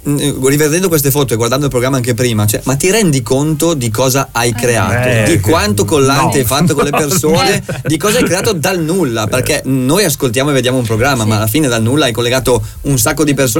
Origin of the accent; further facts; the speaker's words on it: Olmo al Brembo, Lombardy, Italy; noi ci colleghiamo da Branzi ma siamo di Olmo a Brembo